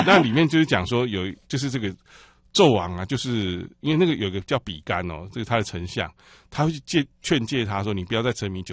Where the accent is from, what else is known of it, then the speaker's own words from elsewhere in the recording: Taiwan; 其实台湾就是我们台湾人有岁寒三友，